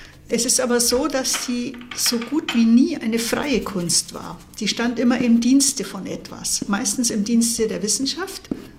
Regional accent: Bavaria, Germany; now in Lower Franconia, Germany; Ich bin ja im Allgäu aufgewachsen, im Ostallgäu, zwischen diesen grünen Kuhwiesen. Ich lebe seit 20 Jahren hier in Unterfranken, in der Weinbaugegend.

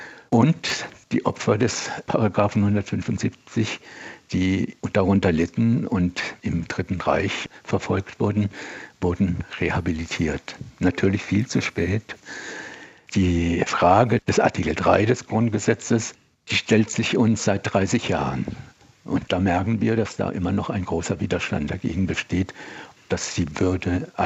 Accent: Baden-Württemberg, Germany; born or raised there; now in Berlin, Germany

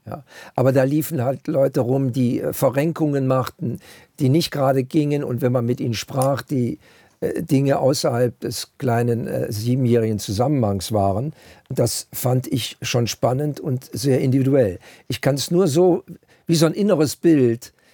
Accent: Süchteln, North Rhine-Westphalia, Germany; Und das hat mich als kleiner Junge in der Volksschule wirklich beeinflusst, muss ich sagen.

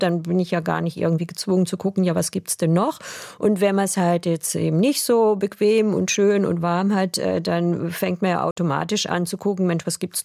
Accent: Baden-Württemberg, Germany; accent: Alemannic; Also ich rede ja eigentlich alemannischen Dialekt, und ich konnte wirklich total schlecht Hochdeutsch.

